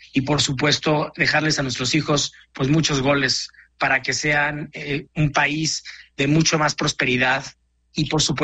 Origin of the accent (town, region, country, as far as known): Mexico